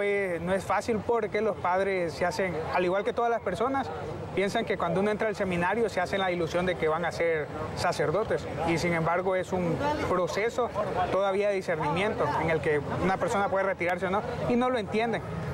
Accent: La Libertad, Comayagua, Honduras; soy originario de La Libertad, Comayagua, y pertenezco a la parroquia Santa Ana, La Libertad.

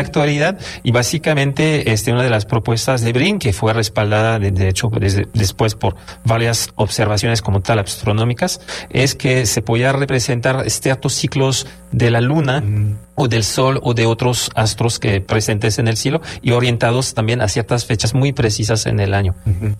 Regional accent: Monterrey, Nuevo León, Mexico; vale mucho la pena conocer para forjar un poquito mejor nuestra identidad como regios y personas del noreste de México.

